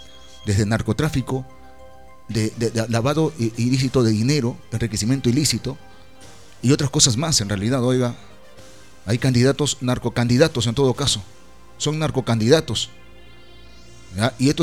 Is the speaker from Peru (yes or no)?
yes; Mazamari, Junín, Peru; Muchos me conocen, en realidad no es la primera vez, ya nosotros somos mazamarinos, por decirlo así, somos del Perú. Mazamari es una casa más, es un pueblo pujante en realidad